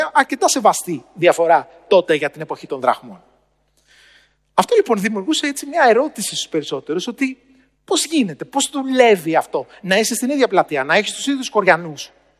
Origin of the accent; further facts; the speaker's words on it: Agrinio, West Greece, Greece; Στο χωριό μου λοιπόν, στο Αγρίνιο, εκεί που μεγάλωσα, στον Αβαρίκο του Λακαρνανίας, ένα μικρό χωριό που είναι κοντά στο Θέρμο